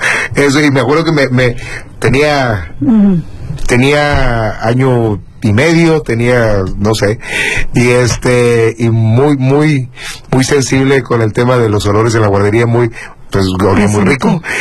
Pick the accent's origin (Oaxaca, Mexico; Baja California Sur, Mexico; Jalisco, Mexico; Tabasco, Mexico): Baja California Sur, Mexico; Los Cabos; also born or lived in La Paz; nací aquí, en La Paz. Justo eso te iba a apuntar. Aquí pasé mis primeros 2 años, mis papás trabajaban aquí, después nos fuimos a Los Cabos, ahí, hasta secundaria, y en la preparatoria ya me regresé a La Paz